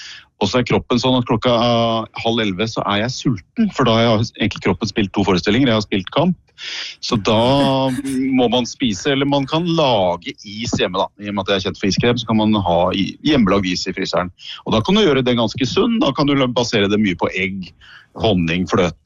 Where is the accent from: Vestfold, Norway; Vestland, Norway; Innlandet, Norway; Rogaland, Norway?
Innlandet, Norway; Jevnaker; Når jeg vokste opp på Jevnaker